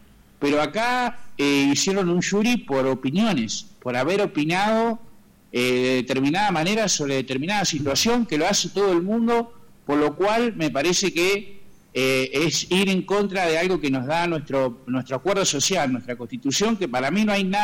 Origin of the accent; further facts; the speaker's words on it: Argentina; nuestra cultura y nuestra forma de ver las cosas como argentinos